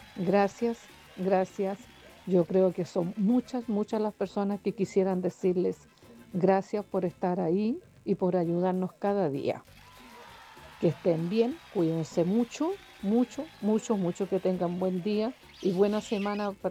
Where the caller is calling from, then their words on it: Placilla, Valparaíso, Chile; Yo les hablo desde Placilla.